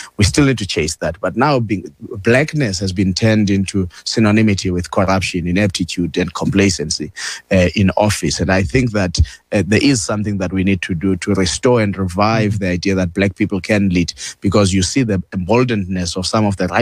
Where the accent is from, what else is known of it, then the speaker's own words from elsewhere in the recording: Orange Farm, Gauteng, South Africa; actually before coming here, I'm from Orange Farm. Somebody who knows that Orange Farm is part of the city of Joburg.